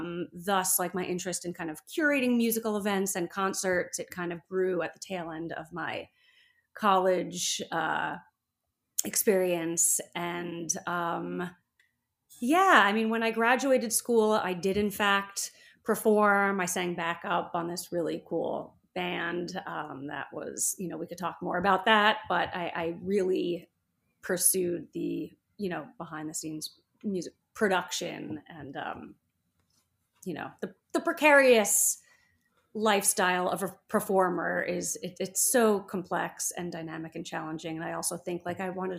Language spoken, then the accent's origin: English; New York, United States; I did grow up in New York.